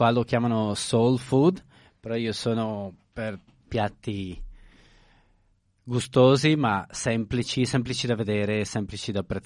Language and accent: Italian; Bergamo, Lombardy, Italy; Per me che sono bergamasco